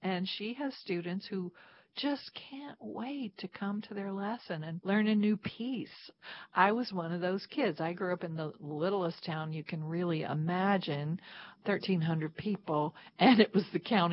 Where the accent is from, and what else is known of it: Kentucky, United States; born or raised there